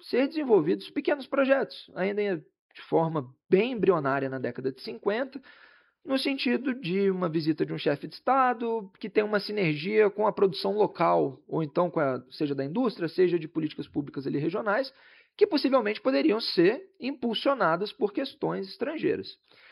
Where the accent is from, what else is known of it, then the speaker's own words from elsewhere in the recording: Rio de Janeiro, Brazil; now in São Paulo, Brazil; eu sou do Rio de Janeiro